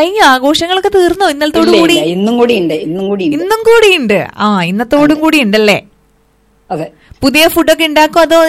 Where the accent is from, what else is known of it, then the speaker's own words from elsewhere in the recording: Thrissur, Kerala, India; moved away; ഞാൻ തൃശ്ശൂരാണ് കേട്ടോ എന്റെ നാട്. നമുക്കറിയാലോ, അറിയാത്തവർക്ക് വേണ്ടി ഞാൻ വീണ്ടും പറയുന്നു, എന്റെ സ്ഥലം തൃശ്ശൂരാണ്.